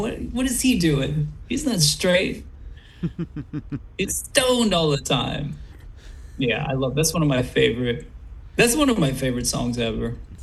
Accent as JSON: {"language": "English", "town": "Huntington", "region": "New York", "country": "United States", "tie": "born or raised there", "said": "Dave and Dan and I grew up in Huntington, Long Island."}